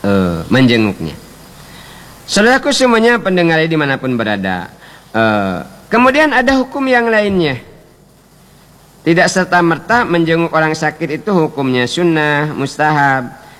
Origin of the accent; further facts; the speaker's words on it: Bangka Belitung Islands, Indonesia; kata kita orang Bangka